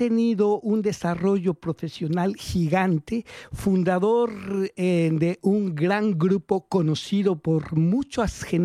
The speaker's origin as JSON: {"language": "Spanish", "country": "Mexico", "said": "que ha triunfado tanto en el continente americano, no nada más en mi país, en México, sino en Centro y Sudamérica, Canadá y Estados Unidos."}